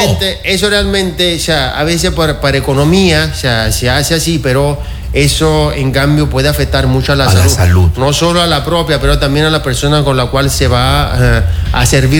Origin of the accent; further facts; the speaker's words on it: Italy; now in Santo Domingo, Ecuador; Bueno, yo soy de Italia